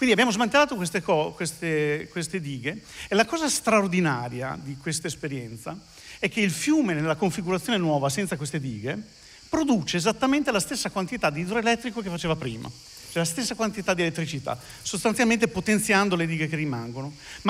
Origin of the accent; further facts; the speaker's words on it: Emilia-Romagna, Italy; io vengo dall'Emilia Romagna